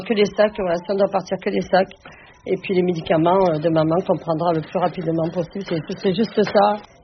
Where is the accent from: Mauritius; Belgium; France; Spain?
Spain; Los Gallardos, Andalusia; Même moi, quand je dis je viens d'Andalousie, je ne disais pas Los Gallardos parce que personne connaissait Los Gallardos.